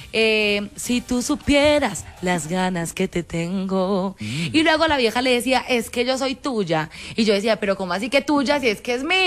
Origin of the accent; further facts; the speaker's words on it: Colombia; A ver, yo amo Colombia, yo soy colombiana.